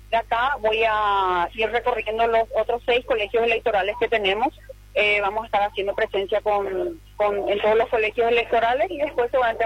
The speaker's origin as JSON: {"language": "Spanish", "country": "Paraguay", "said": "Porque cada 5 años tenemos esta oportunidad como paraguayos de poder elegir a nuestras próximas autoridades."}